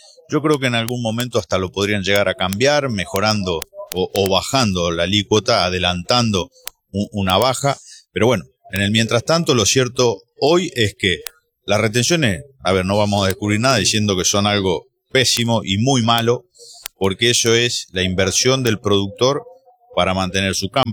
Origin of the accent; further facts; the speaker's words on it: Santa Fe, Argentina; yo soy de Santa Fe